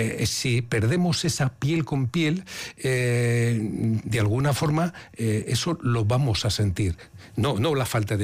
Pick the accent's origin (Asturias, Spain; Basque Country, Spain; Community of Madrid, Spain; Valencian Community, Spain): Basque Country, Spain; Bilbao; Yo cuando me preguntan de dónde eres, digo, de Deusto. Y luego hace tiempo que no vivo en Deusto, pero esa referencia, sí, esa socialización, sí, automáticamente sí te sale